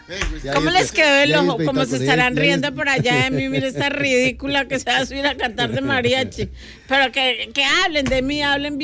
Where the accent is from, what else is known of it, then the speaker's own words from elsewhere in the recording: Colombia; Como saben que soy colombiana